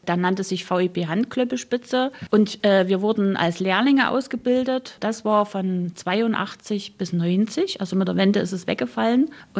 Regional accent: Saxony, Germany; Zum Klöppeln braucht man zum einen bei uns im Erzgebirge einen Klöppelsack.

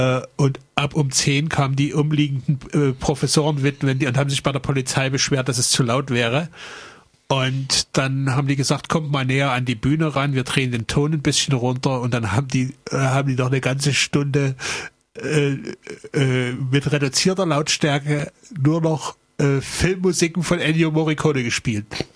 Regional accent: East Germany, Germany; born there; was ich als geborener Ostdeutscher nie verstanden habe.

